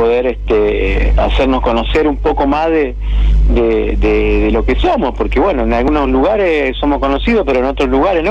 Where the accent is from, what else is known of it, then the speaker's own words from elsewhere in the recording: Coronda, Santa Fe, Argentina; en Coronda, en mi pueblo